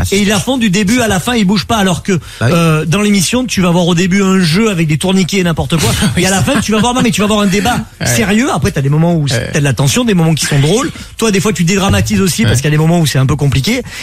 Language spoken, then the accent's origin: French; Marseille, Provence-Alpes-Côte d'Azur, France; now in Paris, France; Mais moi, je suis barman, je suis de Marseille, j'ai pris des trucs, je suis arrivé sur Paris, et j'ai fini à faire la méthode Coé sur TF1